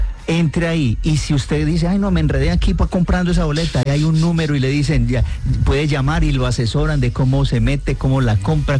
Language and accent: Spanish; Apía, Risaralda, Colombia; moved away; a pie es bien pequeño. La vereda de donde soy, bien pequeñita.